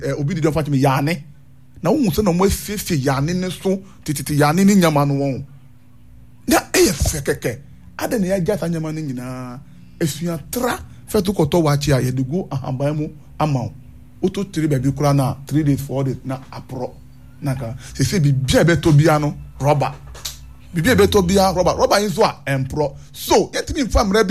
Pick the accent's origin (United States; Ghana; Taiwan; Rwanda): Ghana; a bit my hand here as a Ghanaian.